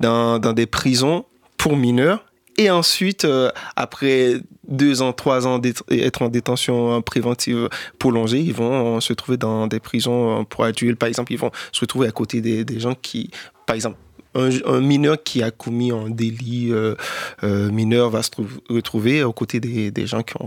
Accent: Haiti; moved away; Au fait, en 2019, avant de quitter Haïti, parce que j'ai quitté Haïti en juin 2019, j'avais déjà commencé à travailler sur en fait, la condition de détention des mineurs dans les prisons en Haïti

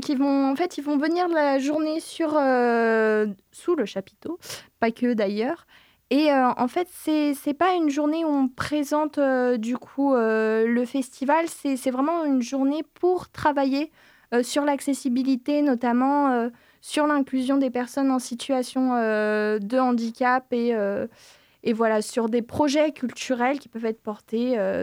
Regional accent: Chambéry, Auvergne-Rhône-Alpes, France; elle vient de Chambéry, comme moi. Je viens de Savoie.

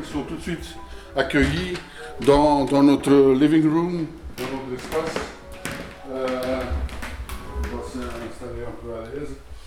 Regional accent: Flanders, Belgium; born there; moved away as an adult; also born or lived in Ghent; now in Brussels, Belgium; 1962. J'habite à Bruxelles depuis les années 95. Je suis né à Lost, entre Bruxelles et Gand. J'ai fait mes études à Gand. J'ai habité 15 ans à Gand. Maintenant 40 ans à Bruxelles.

